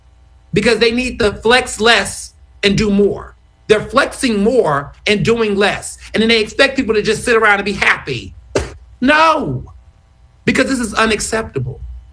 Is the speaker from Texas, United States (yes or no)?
yes; Houston, Texas, United States; also born or lived in Chicago; now in Philadelphia, United States; I grew up in Houston. I was born in Chicago.